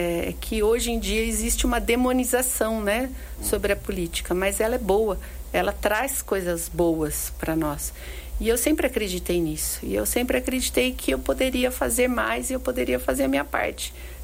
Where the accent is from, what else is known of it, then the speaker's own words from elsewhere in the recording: São Carlos, São Paulo, Brazil; moved away; me traz de volta para São Carlos, né, assim, como uma possível alternativa, né, para minha cidade natal